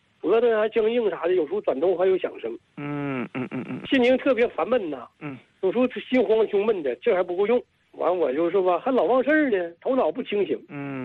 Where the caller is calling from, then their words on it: Longjiang, Heilongjiang, China; 哎，我是齐哈尔龙江的。